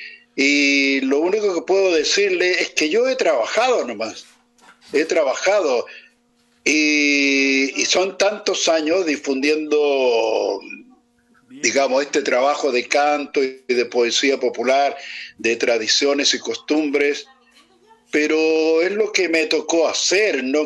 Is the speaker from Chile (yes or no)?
yes; Chile; Yo soy hijo de este suelo. Rayo de luna y de sol, soy mapuche y español, la sangre de mis abuelos.